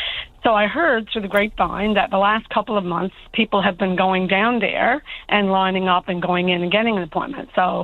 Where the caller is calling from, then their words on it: Fortune, Newfoundland and Labrador, Canada; I'm calling from the Grand Peninsula, from Fortune, actually.